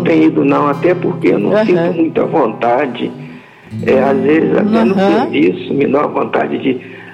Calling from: Barra Mansa, Rio de Janeiro, Brazil; eu falo de Barra Mansa, Rio de Janeiro.

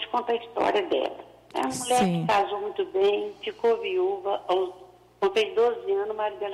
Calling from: Minas Gerais, Brazil; Eu falo aqui de Minas Gerais.

